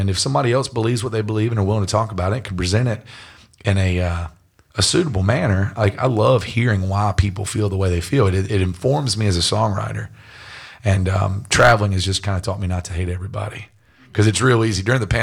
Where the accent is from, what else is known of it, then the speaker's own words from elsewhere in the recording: North Carolina, United States; because I'm a redneck from North Carolina. Like, I never left this state until I was 18 years old.